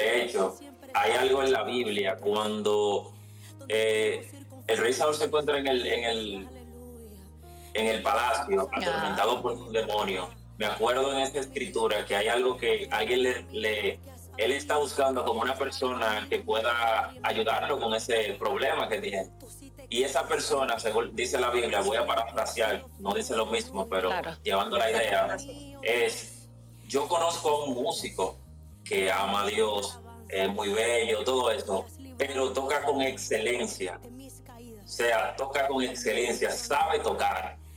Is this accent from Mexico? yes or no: no; Dominican Republic; nosotros, gracias a Dios, nacimos en el Evangelio. Estamos, como decimos aquí en Dominicana, bregando con música desde pequeño.